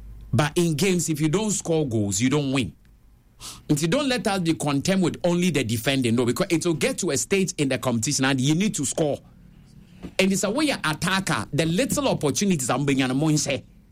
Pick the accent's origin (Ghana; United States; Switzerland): Ghana; as a Ghanaian